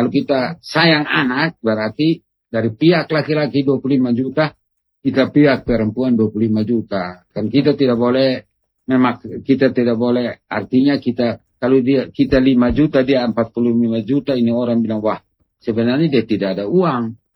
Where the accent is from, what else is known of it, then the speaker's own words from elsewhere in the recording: Amanuban, East Nusa Tenggara, Indonesia; saya kan orang Amanuban